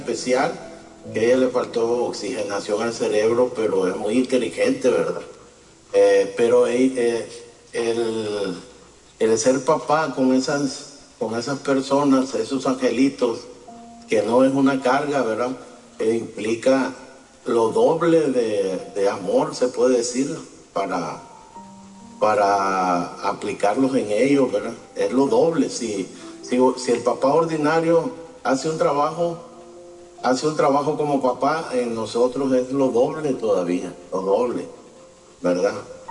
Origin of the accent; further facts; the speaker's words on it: Nicaragua; now in Múzquiz, Mexico; porque soy de Nicaragua, ¿verdad? Ya radico, tengo bastante tiempo aquí en Musquis